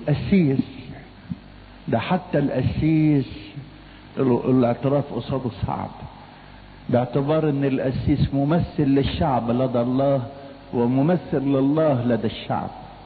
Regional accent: Giza Governorate, Egypt

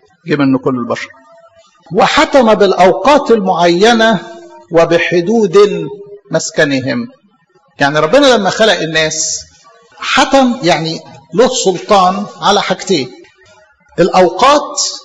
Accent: Egypt; born there; انا اتولد مصري

